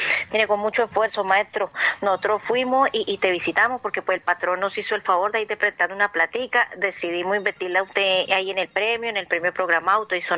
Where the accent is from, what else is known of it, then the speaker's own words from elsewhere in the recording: Tierralta, Córdoba, Colombia; Nosotros somos de Tierra Alta, Córdoba, pero la verdad estaba muy complicado el asunto, maestro.